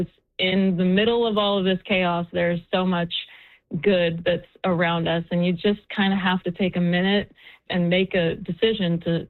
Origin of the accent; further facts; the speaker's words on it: Canada; now in Nashville, United States; there's so many Canadians in Nashville. We all kind of have our community